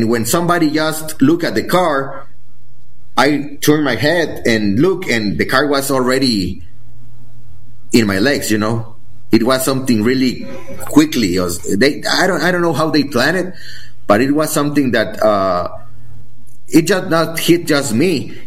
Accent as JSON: {"language": "English", "country": "Mexico", "second_language": "English", "said": "So you know that we are from Mexico. We don't have that kind of money in the accounts."}